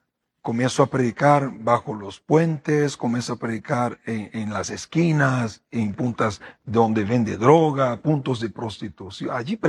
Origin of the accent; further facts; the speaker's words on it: Vitória, Espírito Santo, Brazil; born there; Spanish is a second language; moved away as an adult; yo nací en una isla en Brasil que se llama Espíritu Santo.